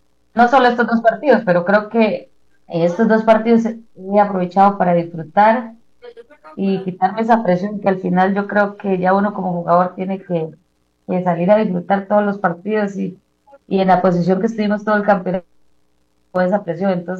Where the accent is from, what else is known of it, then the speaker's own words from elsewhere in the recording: Pérez Zeledón, San José, Costa Rica; moved away; desde que salí de Pérez Zeledón, he estado vinculada a este deporte